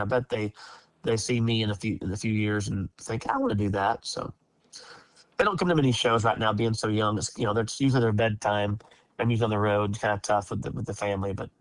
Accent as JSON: {"language": "English", "town": "Leander", "region": "Texas", "country": "United States", "tie": "born or raised there", "said": "I grew up in Leander, just, you know, east of you guys, so not far from y'all. And went to Leander High School, just like my parents did."}